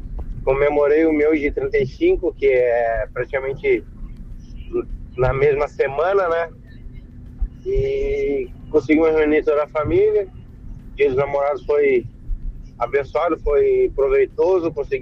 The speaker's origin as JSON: {"language": "Portuguese", "town": "Canoas", "region": "Rio Grande do Sul", "country": "Brazil", "said": "Sou aqui de Canoas, das Juveiras."}